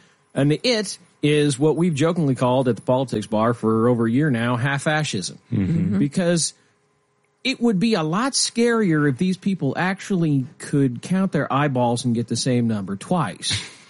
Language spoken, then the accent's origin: English; Nebraska, United States; Got to rep my home state.